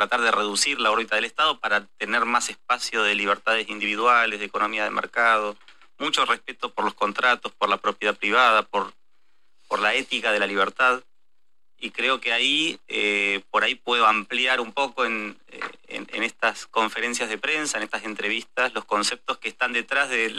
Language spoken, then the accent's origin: Spanish; Hurlingham, Buenos Aires Province, Argentina; Hurlingham, iba al colegio en Ramos Mejía, al colegio Ward, por ahí